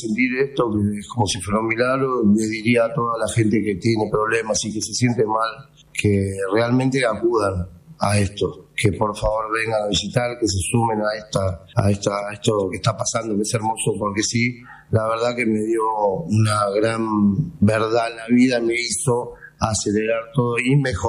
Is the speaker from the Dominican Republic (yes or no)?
yes; Dominican Republic; soy dominicano.